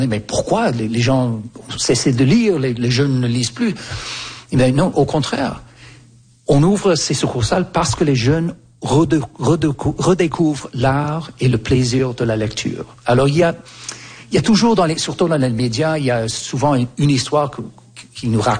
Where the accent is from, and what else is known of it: Canada; born or raised there